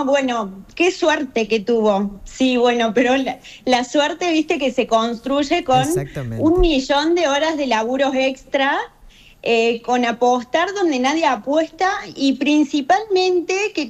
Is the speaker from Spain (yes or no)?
no; Unquillo, Córdoba, Argentina; born there; nosotros somos de Córdoba capital, nos venimos para un quillo cuando yo tenía unos 3, 4 años